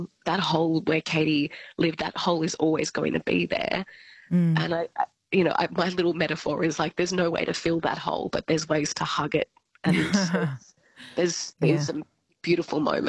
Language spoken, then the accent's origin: English; Albury, New South Wales, Australia; In Albury Wodonga, so I'm from Albury.